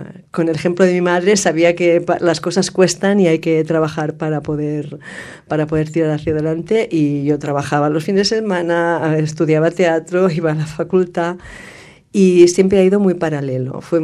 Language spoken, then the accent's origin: Spanish; Llinars del Vallès, Catalonia, Spain; born there; A ver, yo nací en Llinars del Vallès. Mis padres llegaron aquí en los años 60, procedentes de Extremadura.